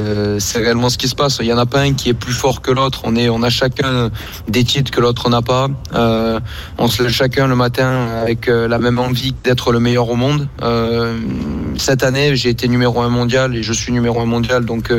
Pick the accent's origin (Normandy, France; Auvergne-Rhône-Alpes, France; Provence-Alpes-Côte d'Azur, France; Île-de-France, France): Provence-Alpes-Côte d'Azur, France; Marseille; c'est en réalité nous sommes originaires de Marseille